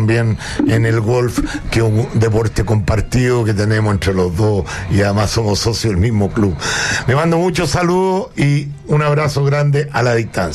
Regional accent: Chile; soy de Chile.

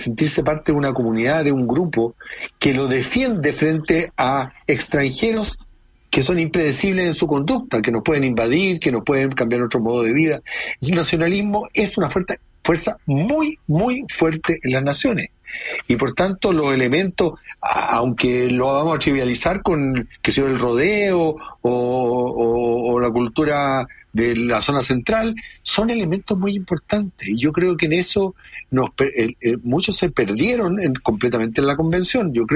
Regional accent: Chile; por la farra enorme que nos pegamos como chilenos con las dos convenciones

